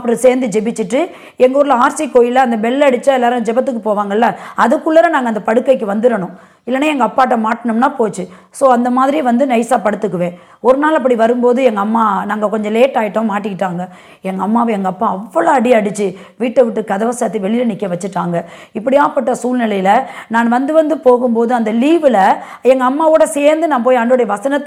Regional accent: Pudukkottai district, Tamil Nadu, India; என்னுடைய ஊர் புதுக்கோட்டை மாவட்டம் ஆலங்குடி வட்டம் பக்கத்தில் உள்ள கடுக்காக்காடு என்கிற கிராமம்.

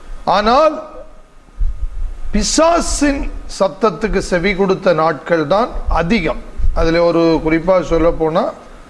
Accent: Mangarai, Kanniyakumari district, Tamil Nadu, India; born there; moved away; also born or lived in Chennai; மாங்கரை கருங்கல் பகுதியில், கருங்கல்லேருந்து ஒரு 4 கிலோமீட்டரில் இருக்கிற மாங்கரை என்பது என்னுடைய சொந்த ஊர், என் அப்பாவுடைய ஊர். என்னுடைய அம்மாவுடைய சொந்த இடம் கண்ணன்னூர், வேர்க்கிளம்பி பக்கத்தில் இருக்கிறது.

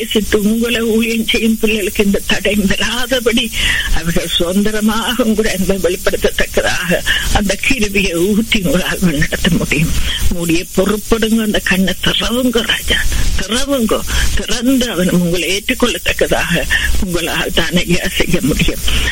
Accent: Sri Lanka; நாங்க பிறந்து வளர்ந்த தேசமாக இலங்கை தேசத்துக்காக அந்த அழகிய தீவுக்காக

